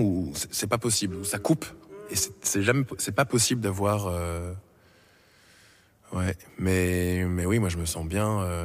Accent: Brussels, Brussels-Capital Region, Belgium; Alors on dit: ben, on vient de Bruxelles, en Belgique.

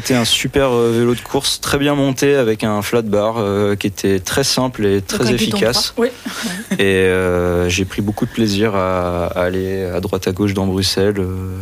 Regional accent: France; moved away as an adult; now in Belgium; Non, je suis français.

